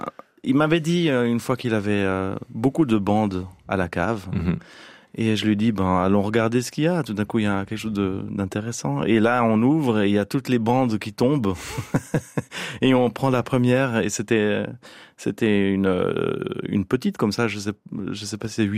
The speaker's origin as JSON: {"language": "French", "town": "La Chaux-de-Fonds", "region": "Neuchâtel", "country": "Switzerland", "tie": "born there", "said": "nous sommes nés au même endroit mais à deux différentes périodes parce qu'il vient du Locle, moi de la Chaux-de-Fonds."}